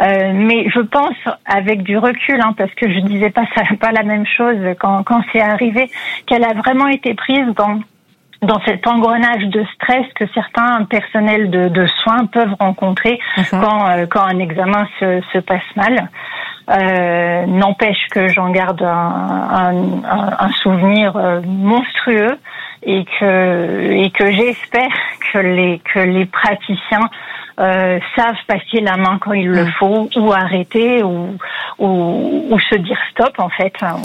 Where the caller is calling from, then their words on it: Bourgogne-Franche-Comté, France; près de Mâcon.